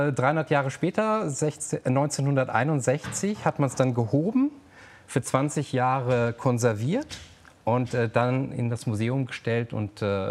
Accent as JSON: {"language": "German", "region": "Northern Germany", "country": "Germany", "said": "für mich als Norddeutscher"}